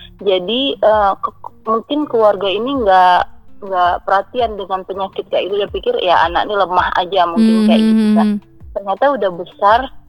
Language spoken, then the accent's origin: Indonesian; Padang, West Sumatra, Indonesia; Iya, mama orang Padang, lahir besar di Padang. Karena juga lahir besar di Padang.